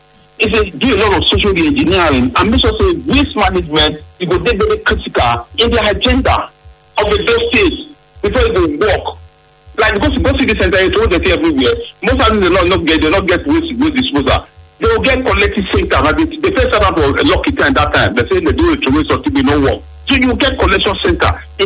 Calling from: Benin City, Edo, Nigeria; from Benin. I come from Sapele Road.

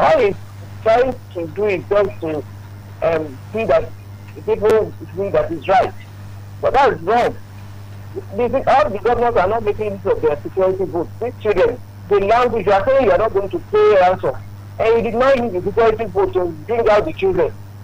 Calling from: Kurudu, Lagos, Nigeria; from Kurudu.

